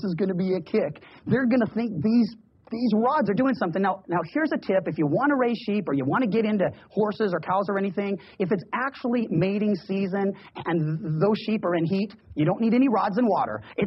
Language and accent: English; Missouri, United States; I was raised in Missouri, and that's the show me state.